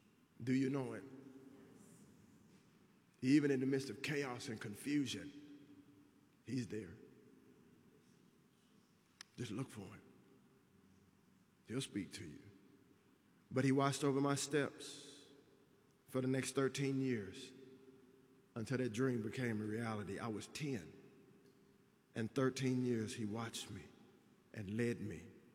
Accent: Texas, United States; I'm from Texas. It would have been an easy deal.

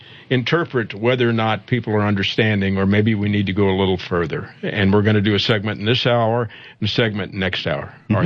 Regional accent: Iowa, United States; now in South Dakota, United States; It does give us a little wiggle room, and whether it's Nebraska, I'm from Iowa, and here we are together in South Dakota trying to help people.

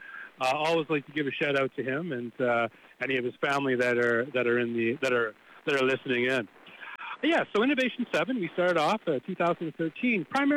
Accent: Ontario, Canada; I'm originally from Northern Ontario. I'm Anishinaabe from Northern Ontario

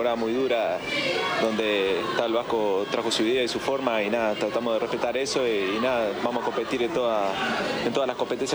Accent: Uruguay; la verdad que soy uruguayo, pero lo festejé

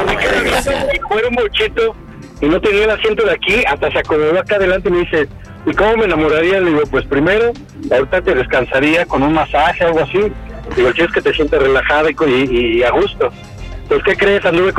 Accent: Coyoacán, Mexico City, Mexico; now in León, Mexico; Ok, estoy en León, pero soy de Coyoacán, ¿ok?

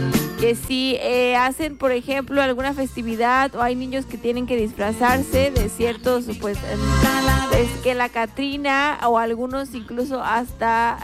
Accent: Mexico; como mexicanos a nosotros nos identifican los colores

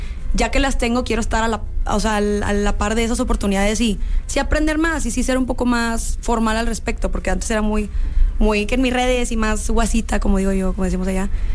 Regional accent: Monterrey, Nuevo León, Mexico; moved away as an adult; now in Mexico City, Mexico; Es que yo soy de Monterrey.

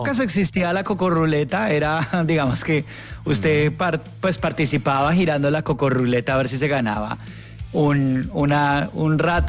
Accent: Colombia

